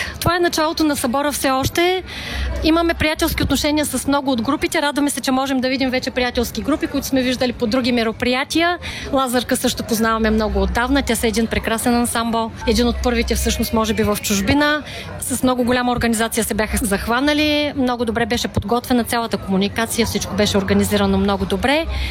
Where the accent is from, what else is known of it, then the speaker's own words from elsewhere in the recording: Gorna Oryahovitsa, Veliko Tarnovo Province, Bulgaria; now in Austria; участвахме в концерт, който ние организирахме в моя роден град Горна Оряховица